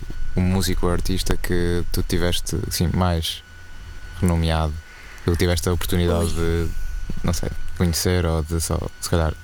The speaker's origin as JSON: {"language": "Portuguese", "town": "Coimbra", "region": "Centro", "country": "Portugal", "said": "Sim, eu sou cá de Coimbra."}